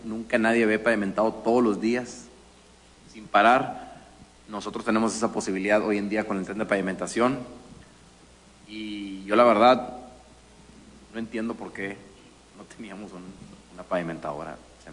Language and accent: Spanish; Coahuila, Mexico; somos coahuilenses